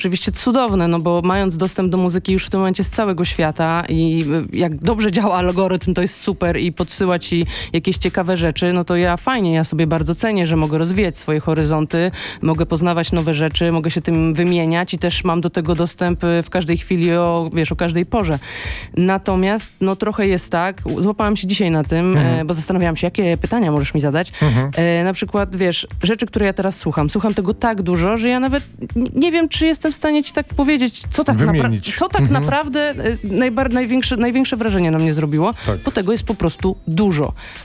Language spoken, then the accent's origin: Polish; Masovian Voivodeship, Poland; ja nie jestem z Warszawy, tak? Ja, znaczy, co prawda, no niedaleko Warszawy jest mój dom rodzinny